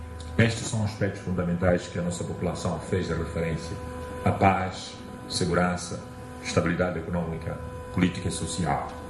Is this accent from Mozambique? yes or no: yes; Mozambique